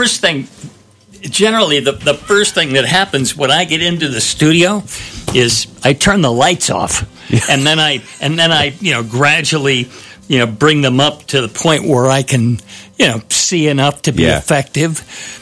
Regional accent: California, United States; Well, see, I grew up in California.

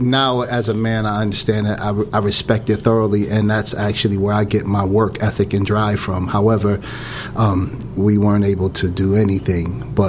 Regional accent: Rochester, New York, United States; born or raised there; also born or lived in Syracuse, New York

